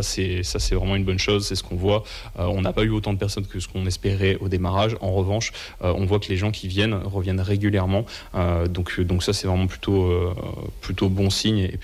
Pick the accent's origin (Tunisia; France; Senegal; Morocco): France; Lille, Hauts-de-France; born or raised there